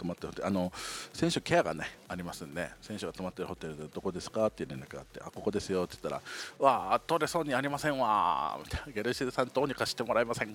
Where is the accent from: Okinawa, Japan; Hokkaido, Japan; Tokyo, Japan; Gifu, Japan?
Okinawa, Japan; born or raised there